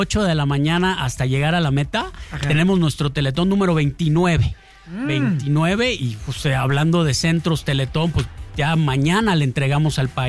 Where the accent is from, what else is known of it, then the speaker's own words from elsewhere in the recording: Mexico; lo que podemos hacer juntos como mexicanos